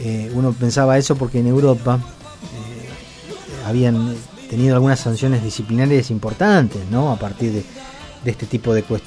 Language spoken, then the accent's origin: Spanish; Argentina; Nosotros como argentinos